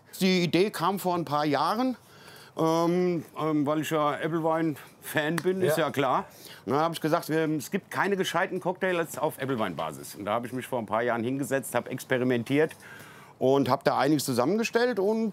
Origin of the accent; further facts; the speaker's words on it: Frankfurt, Hesse, Germany; Ich bin Sachsenhäuser.